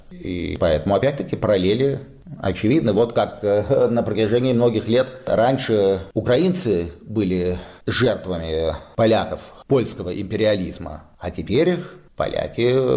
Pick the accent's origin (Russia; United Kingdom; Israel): Russia; Помнишь встречу с крупнейшим французским магнатом, который, зная, что я из России, спросил меня